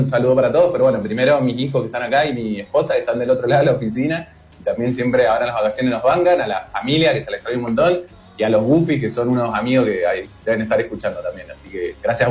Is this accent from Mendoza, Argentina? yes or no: yes; Mendoza, Argentina; moved away as an adult; now in Vilafranca, Spain; Yo soy de Mendoza y esta es una zona vitivinícola también.